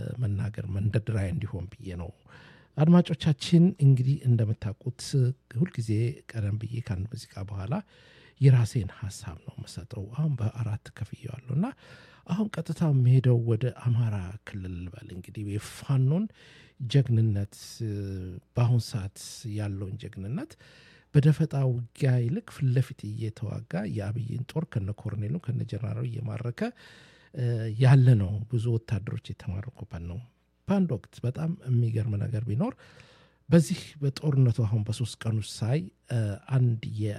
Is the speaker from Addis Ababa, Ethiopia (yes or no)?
no; Dire Dawa, Ethiopia; አዎ በእርግጥም አማራ ነኝ፣ ግን ንጹህ ኢትዮጵያዊ ነኝ። አማራ ሰው ደግሞ ድሬዳዋ ተወልጄ አደኩኝ።